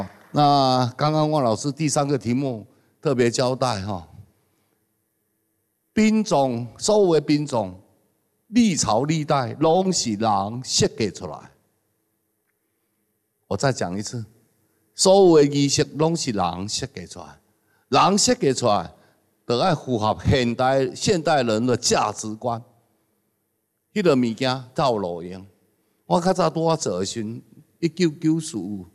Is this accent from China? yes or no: no; Taiwan